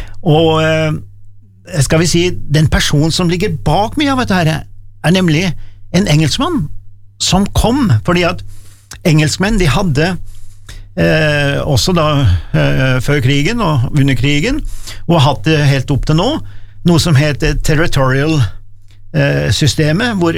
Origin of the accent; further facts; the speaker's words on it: Dombås, Innlandet, Norway; jeg kommer fra Domås.